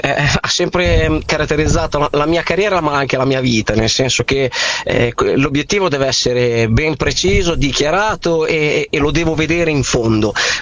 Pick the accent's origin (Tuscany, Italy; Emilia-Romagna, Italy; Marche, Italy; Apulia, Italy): Emilia-Romagna, Italy; io sono di quelle zone là vicino, sono romagnolo come origine.